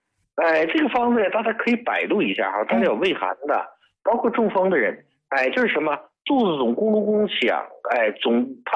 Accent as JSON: {"language": "Chinese", "country": "China", "said": "我们中国人用针灸针砭，"}